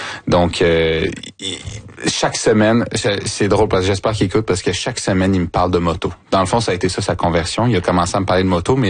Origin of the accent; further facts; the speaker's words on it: Montreal, Quebec, Canada; Ben oui, là, moi je suis un Montréalais de souche qui a grandi.